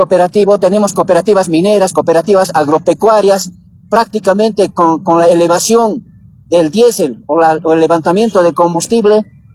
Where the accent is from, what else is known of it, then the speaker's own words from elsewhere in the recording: Bolivia; no solamente nos estamos pronunciando como un sector, sino también como bolivianos.